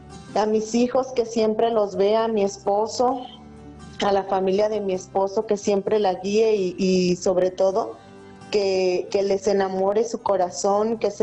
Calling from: Zapopan, Jalisco, Mexico

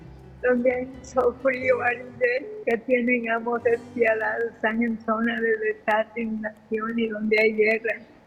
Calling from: Veracruz, Mexico; que estoy hablando de Veracruz.

